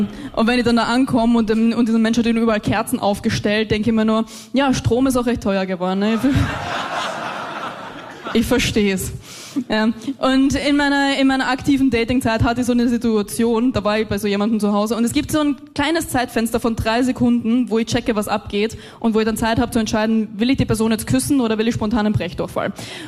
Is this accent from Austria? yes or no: yes; Austria; Ja, Leute, ich komme aus Österreich, manche Dinge stimmen.